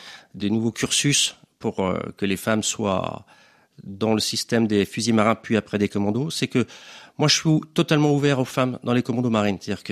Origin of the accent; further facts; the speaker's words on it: Lorient, Brittany, France; Je suis un petit breton qui est arrivé à 6 mois à Lorient